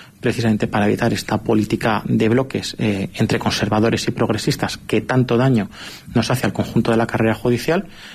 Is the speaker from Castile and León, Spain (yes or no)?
no; Madrid, Community of Madrid, Spain; now in Calatayud, Spain; que por mucho que yo esté alejado de, digamos, la capital, yo soy de Madrid